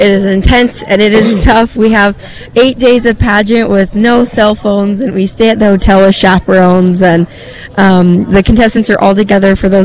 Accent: Utah, United States; I'm from Utah.

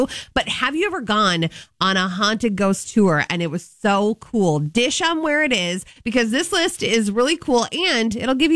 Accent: Anoka, Minnesota, United States; I'm from Anoka. We are the Halloween capital of the world.

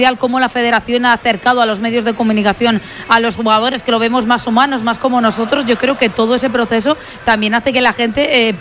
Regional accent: Cambrils, Catalonia, Spain; en mi pueblo, yo cuando España ganó en 2010 en Cambrils, no hubo pantalla gigante

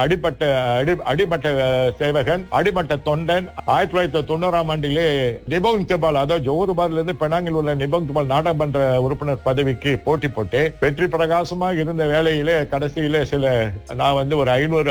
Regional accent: Johor, Malaysia; also born or lived in Chennai; நான் ஜோர் மாநிலத்தை சார்ந்தவன். எங்கள் குடும்பம் நான்கு தலைமுறையாக அங்கு வாழ்ந்து வருகின்றோம்.

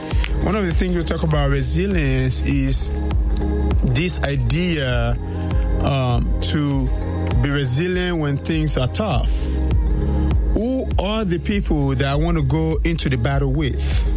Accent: Nigeria; moved away; growing up in Nigeria, from a Yoruba group, I'm a Yoruba person.

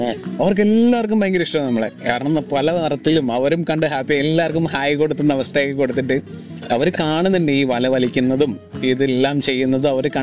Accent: Maravanthuruthu, Kerala, India; ഞാൻ ഇവിടെ ആയിരുന്നു ജനിച്ച് വളർന്നതും എല്ലാം ഇവിടെ ആയിരുന്നു.

